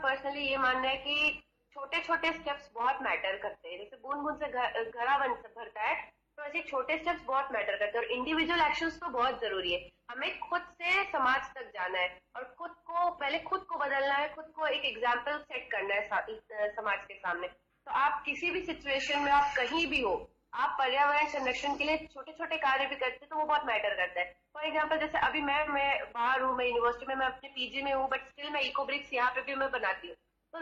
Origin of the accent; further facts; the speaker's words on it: Kanpur, Uttar Pradesh, India; also born or lived in Bacheli; मैं बेसिकली तो मैं यूपी से बिलोंग करती हूँ, कानपुर से हूँ मैं, बट हम यहाँ शिफ्ट कर गए थे दंतेवाड़ा बचेली में